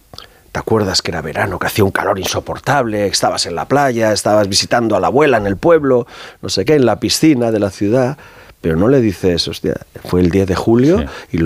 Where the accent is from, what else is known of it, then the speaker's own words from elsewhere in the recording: Basque Country, Spain; todo en Euskadi, yo soy vasco, que aceptamos que este era nuestro día a día.